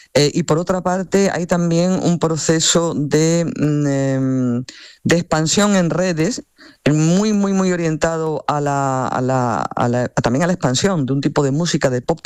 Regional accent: Spain

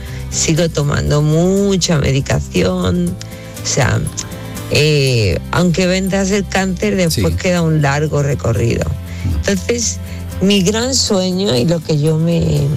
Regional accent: Spain; Digo, no, pues soy española.

